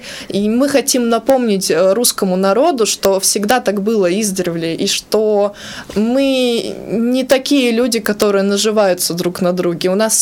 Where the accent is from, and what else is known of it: Lesnoy, Sverdlovsk Oblast, Russia; born or raised there; also born or lived in Yekaterinburg